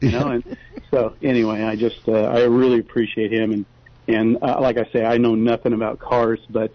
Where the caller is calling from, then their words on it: California, United States; I'm calling from SoCal.